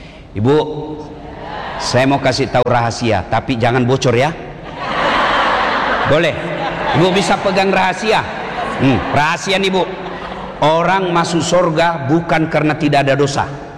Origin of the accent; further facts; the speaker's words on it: South Sulawesi, Indonesia; Saya dari Sulawesi Selatan, musafir dakwah.